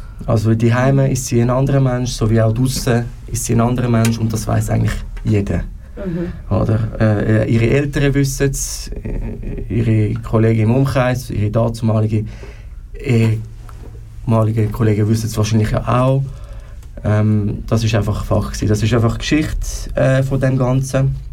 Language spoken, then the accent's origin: German; Zurich, Switzerland; Ich bin wohnhaft in Zürich, in der Stadt Zürich aufgewachsen. Ich bin selber nur mit meiner Mutter aufgewachsen damals.